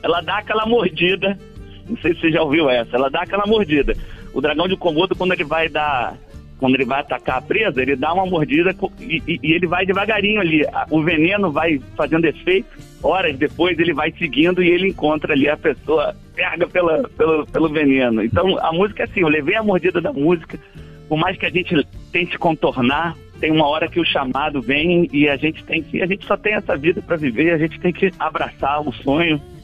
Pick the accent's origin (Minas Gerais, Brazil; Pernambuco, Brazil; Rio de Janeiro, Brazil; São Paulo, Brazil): Rio de Janeiro, Brazil; born or raised there; moved away